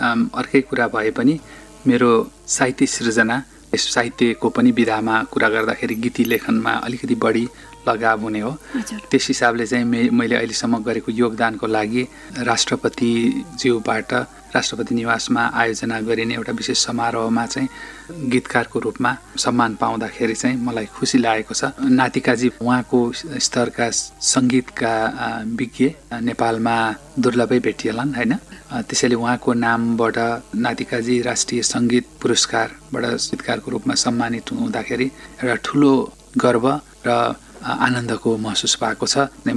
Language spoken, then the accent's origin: Nepali; Bhojpur, Koshi Province, Nepal; moved away; म गाउँमै जन्मिए हुर्किएको, एकदमै गाउँ पनि टिपिकल गाउँ क्या, दूरदराज भनिन्छ नि नेपाली भाषामा। त्यस हिसाबले चाहिँ त्यो सानोदुम्माको गाउँघरमा जन्मिएको मान्छे हो, अब सामान्य परिवारमा।